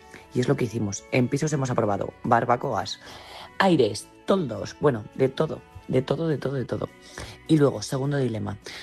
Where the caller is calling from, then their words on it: Burgos, Castile and León, Spain; Un saludo … de Burgos